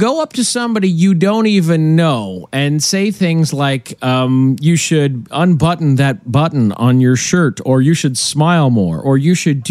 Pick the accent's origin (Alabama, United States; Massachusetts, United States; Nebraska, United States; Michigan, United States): Nebraska, United States; I'm from Nebraska, as pretty much everybody knows.